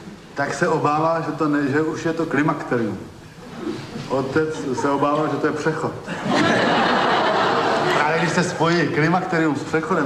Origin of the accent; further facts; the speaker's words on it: Vizovice, Zlín Region, Czechia; born there; Vizovice jsou mé rodiště.